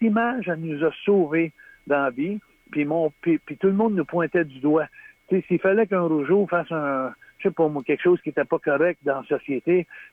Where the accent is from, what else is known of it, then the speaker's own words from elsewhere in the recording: Saint-Sulpice, Quebec, Canada; ça se ramassait chez nous à Saint-Sulpice. Moi, j'avais 7-8 ans